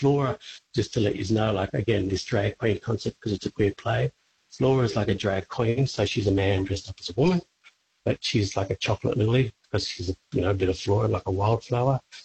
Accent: Cummeragunja, New South Wales, Australia; I'm a Yorta Yorta man from Cumbragunja. Some people know where that is. It's south central New South Wales on the border near Echuca, Moeva. It was sort of a former old mission called Maloga

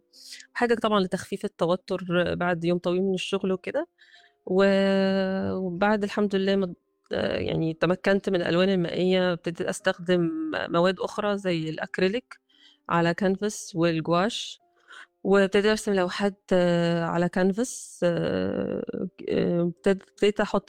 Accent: Egypt; now in Australia; بيعرفوا أن أنا مصرية

